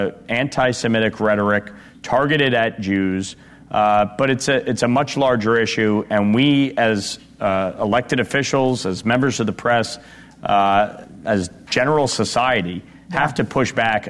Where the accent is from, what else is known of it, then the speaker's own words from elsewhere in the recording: New York City, New York, United States; as a New Yorker, you're used to being able to get food anywhere up until like midnight.